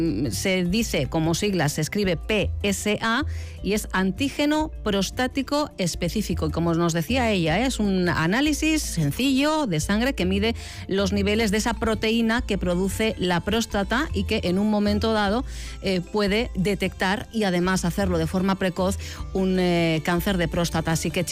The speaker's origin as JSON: {"language": "Spanish", "town": "Bilbao", "region": "Basque Country", "country": "Spain"}